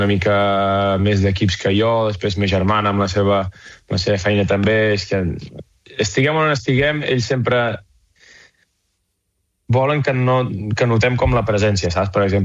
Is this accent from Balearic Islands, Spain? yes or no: no; Vic, Catalonia, Spain; jo soc de Vic, què vols, fill meu?